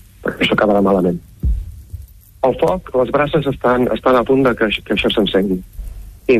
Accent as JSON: {"language": "Catalan", "town": "Manresa", "region": "Catalonia", "country": "Spain", "tie": "born or raised there", "said": "jo, de fet, he nascut, he estudiat, m'he criat a Manresa, i em sap molt greu tot el que està passant a Manresa."}